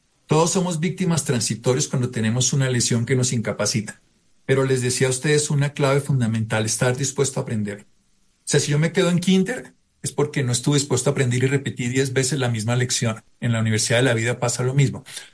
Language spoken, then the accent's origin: Spanish; Colombia